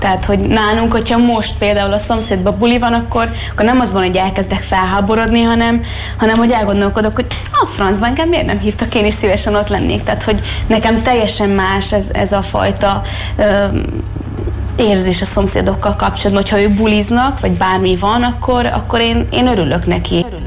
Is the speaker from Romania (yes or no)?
yes; Transylvania, Romania; ahol én felnőttem, Erdélyben, én tömbházban nőttem fel, ahol kis túlzással azt is hallom, hogyha a szomszéd köhög.